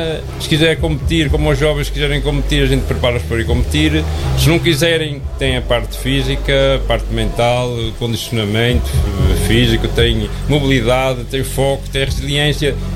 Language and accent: Portuguese; Portugal; now in Oliveira de Frades, Portugal; Eu não sou de cá, eu estou cá há 30 anos, eu sou de São Pedro